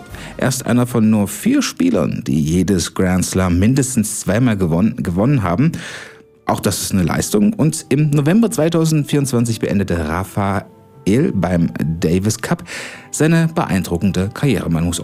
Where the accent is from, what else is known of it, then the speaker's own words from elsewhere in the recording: Thuringia, Germany; moved away; ich bin ja gebürtiger Thüringer